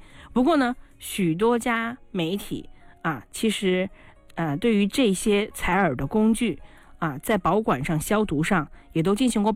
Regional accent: China; 我们中国人

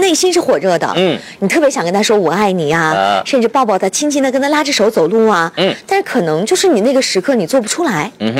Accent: China

